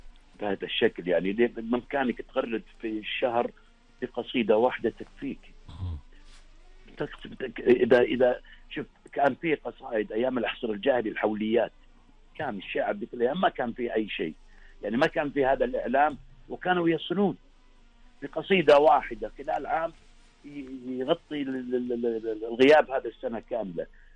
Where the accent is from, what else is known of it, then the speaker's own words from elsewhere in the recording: Saudi Arabia; احنا كشعراء سعوديين